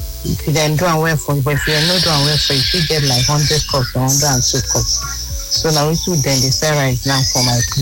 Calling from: Ebonyi, Nigeria; I'm from Ebonyi State.

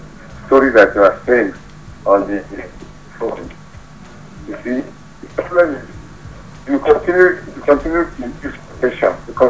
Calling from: Bukuru, Plateau, Nigeria; from Bukuru.

